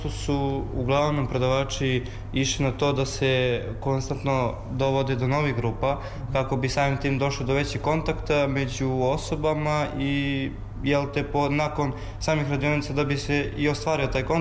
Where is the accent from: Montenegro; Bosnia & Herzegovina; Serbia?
Serbia; Vranje, Southern and Eastern Serbia; dolazim iz Vranja, iz škole gimnazije Bore Stanković.